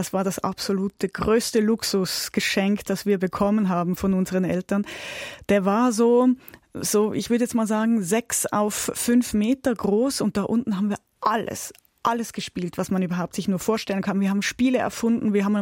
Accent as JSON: {"language": "German", "town": "Küsnacht", "region": "Zurich", "country": "Switzerland", "tie": "born or raised there", "moved": "yes", "lives_now": "Munich, Germany", "said": "Ich bin aufgewachsen in Küsnacht."}